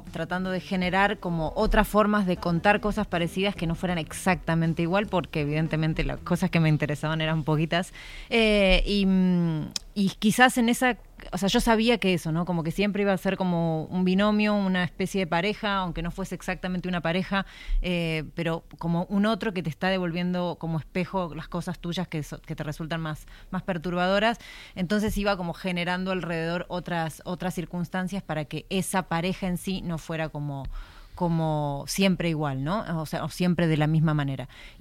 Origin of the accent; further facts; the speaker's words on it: Argentina; Yo soy argentina y escribo cuento.